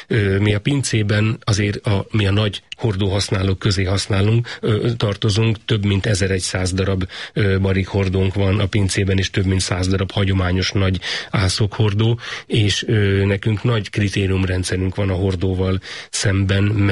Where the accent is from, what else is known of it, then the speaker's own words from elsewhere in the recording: Tapolca, Veszprém County, Hungary; born there; also born or lived in Budafok; now in Eger, Hungary; Hát Tapolcán születtem